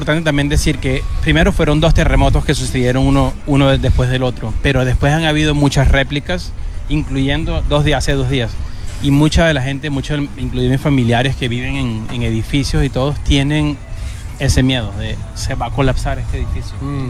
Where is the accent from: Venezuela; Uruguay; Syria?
Venezuela; moved away; esto como venezolano